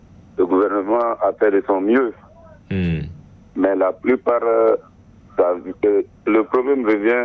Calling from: N'Djamena, Chad; Moi, je suis à Tukra

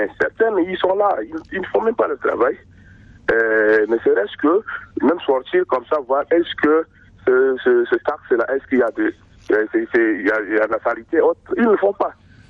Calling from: Guéréda, Wadi Fira, Chad

